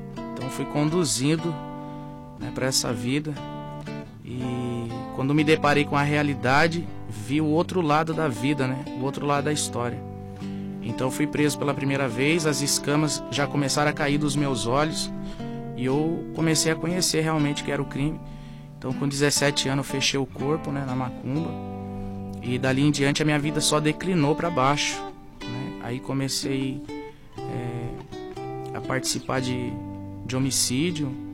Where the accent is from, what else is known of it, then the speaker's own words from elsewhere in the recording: São Paulo, Brazil; moved away; eu sou do interior de São Paulo, né? E eu cresci ali até um período de tempo